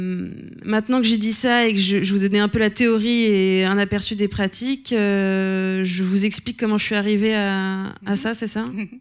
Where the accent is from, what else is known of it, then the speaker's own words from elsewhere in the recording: France; moved away as an adult; now in Belgium; Donc, je suis revenue en France, où j'ai grandi, puisque donc là je travaille en Belgique, mais je suis française à la base.